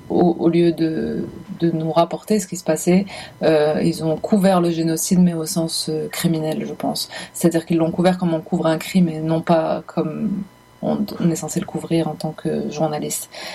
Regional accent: Algeria; j'ai grandi en Algérie. Je suis née et j'ai grandi en Algérie, dans l'Algérie postcoloniale.

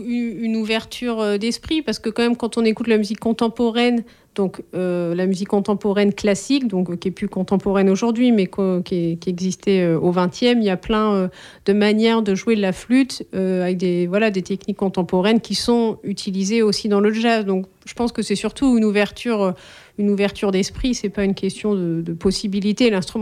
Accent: Coutances, Normandy, France; je suis née à Coutances, la ville où il y a quand même Jazz sous les pommiers

